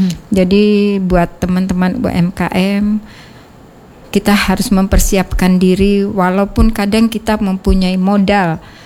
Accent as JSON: {"language": "Indonesian", "region": "South Sumatra", "country": "Indonesia", "also_born_or_lived": "Java", "said": "asli Banyuasin Bapak, di Tanjung Lago, Desa Purwosari."}